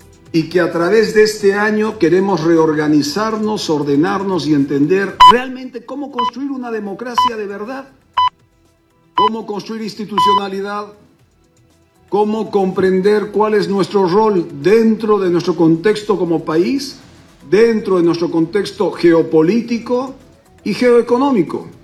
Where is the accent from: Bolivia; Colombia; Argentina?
Bolivia; nosotros los bolivianos